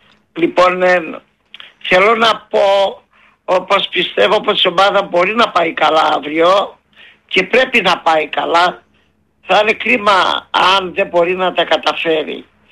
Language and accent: Greek; Lachanadi, Central Macedonia, Greece; Και εγώ θα σου πω, το χωριό μου είναι στα σύνορα Κιλκής, Σερό Θεσσαλονίκης, και ανοίγει στη Θεσσαλονίκη η Νικόπολη, κοντά στην Ξυλούπολη, ναι, στο Λαχανάδι.